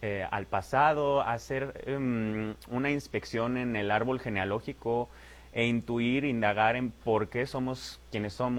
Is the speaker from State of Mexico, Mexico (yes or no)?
no; Aguascalientes, Mexico; Somos hidrocálidos, talento hidrocálido que viene a darle una probadita de la Ciudad de México, de lo que se hace allá.